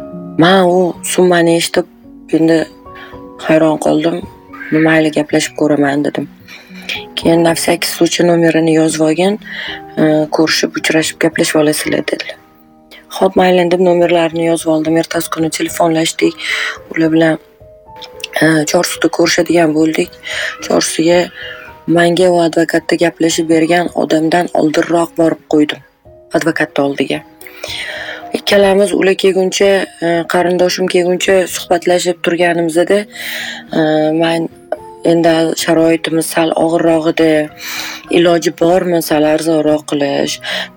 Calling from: Qibray, Tashkent Region, Uzbekistan; Qibraydanman.

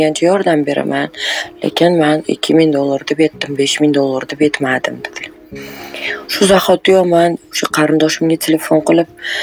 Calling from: Qibray, Tashkent Region, Uzbekistan; Qibraydanman.

